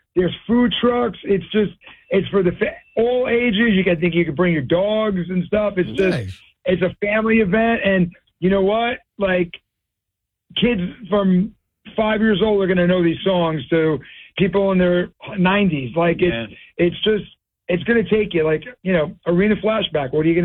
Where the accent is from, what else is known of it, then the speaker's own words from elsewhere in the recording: Jersey City, New Jersey, United States; I grew up in Jersey City